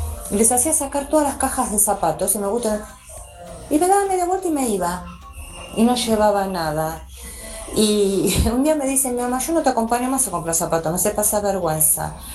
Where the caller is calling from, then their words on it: Berazategui, Buenos Aires Province, Argentina; Buen día Radio Latina … de Berazategui, buen sábado para todos.